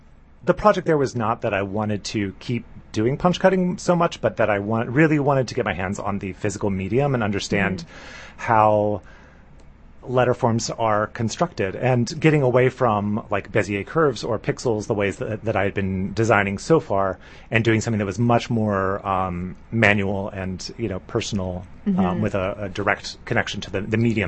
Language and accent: English; North Carolina, United States; I grew up in North Carolina, and in the mid-late 90s happened to have a graphic design or really a commercial art class at a magnet school